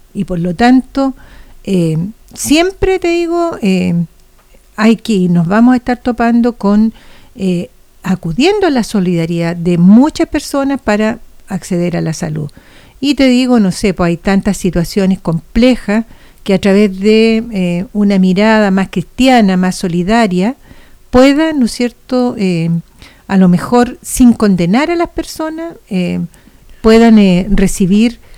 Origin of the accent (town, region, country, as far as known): Chile